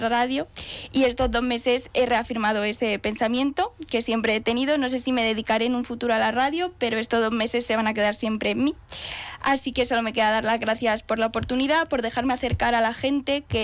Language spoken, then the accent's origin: Spanish; Pétrola, Castilla-La Mancha, Spain; mis vecinos de mi pueblo de Pétrola